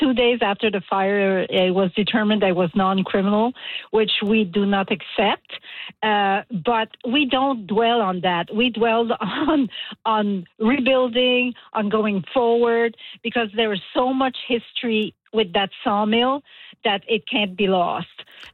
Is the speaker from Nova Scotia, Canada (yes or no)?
yes; Nova Scotia, Canada; When I was growing up in Matay in Bangor, there was three mills, running mills within, 2.5 kilometers from one another. And they were all owned by my family at that time.